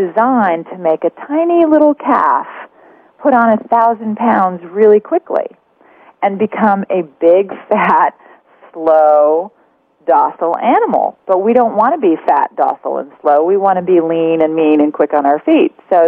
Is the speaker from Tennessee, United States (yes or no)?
no; Georgia, United States; I grew up in the South in Georgia, and I grew up eating chicken fried steak and barbecued ribs and every kind of cheese possible.